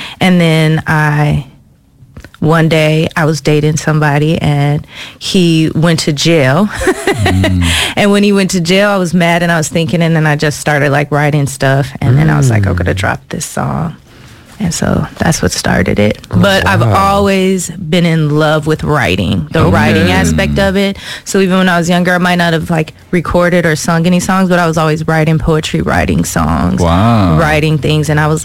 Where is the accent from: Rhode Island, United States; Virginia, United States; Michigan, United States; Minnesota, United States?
Minnesota, United States; Minneapolis; moved away as an adult; also born or lived in South Florida / Texas; Originally, I'm born in Minnesota, born and raised North Minneapolis.